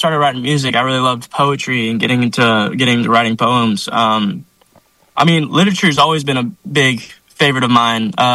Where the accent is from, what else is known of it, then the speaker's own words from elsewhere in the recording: Hackett, Arkansas, United States; So, I was raised up in Hackett, Arkansas, small town. It's just a little map dot.